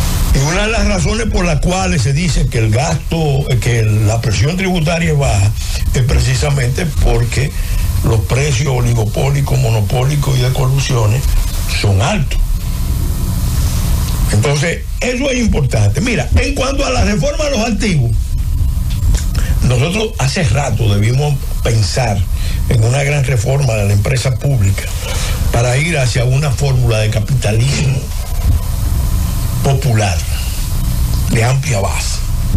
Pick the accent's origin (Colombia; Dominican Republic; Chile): Dominican Republic